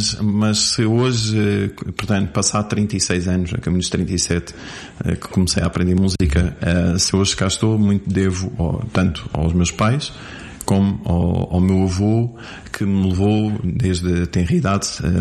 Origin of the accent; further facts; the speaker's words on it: Rocio, Portugal; born there; Portanto, eu nasci no Rocio, em casa dos meus avós.